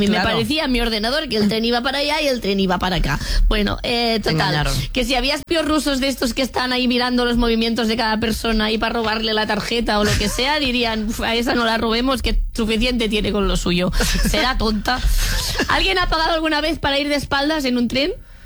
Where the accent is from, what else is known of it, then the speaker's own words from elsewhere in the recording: Catalonia, Spain; como persona catalana esto me